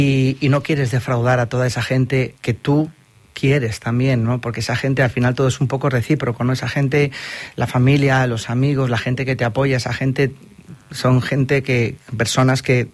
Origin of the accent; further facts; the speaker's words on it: Gandia, Valencian Community, Spain; porque todos prácticamente somos de Gandía